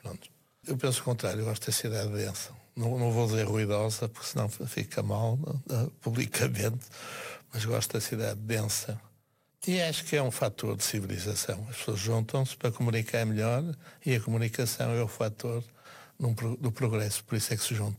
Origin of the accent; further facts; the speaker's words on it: Porto, Norte, Portugal; a minha família é minhota, eu sou do Porto